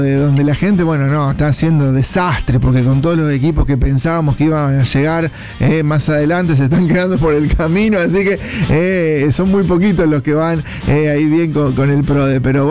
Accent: Argentina; nos portemos bien como argentinos

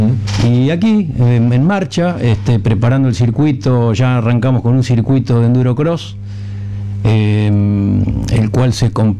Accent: Casilda, Santa Fe, Argentina; Pero la mayoría de los integrantes somos de Casilda

